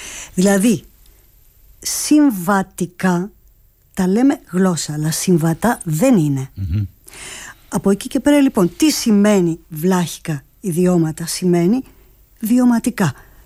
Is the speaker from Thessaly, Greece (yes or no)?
yes; Thessaly, Greece; στο χωριό μου στην Ορεινή Καλαμπάκα έχουμε τοπονύμια Σλάβικα.